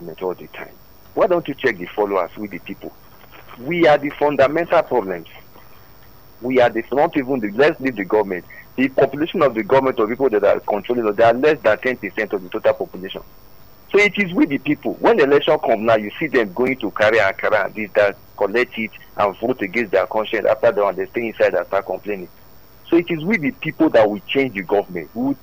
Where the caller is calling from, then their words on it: Ayobo, Lagos, Nigeria; I'm calling from Ayobo.